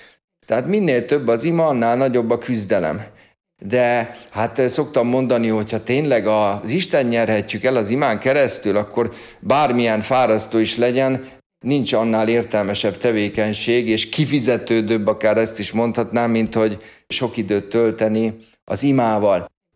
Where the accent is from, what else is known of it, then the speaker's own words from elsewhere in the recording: Sopron, Győr-Moson-Sopron, Hungary; Soproni származású vagyok